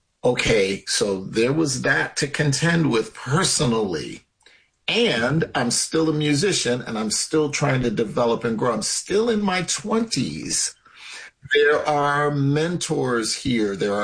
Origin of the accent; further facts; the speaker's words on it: New York City, New York, United States; Well, so I grew up in New York City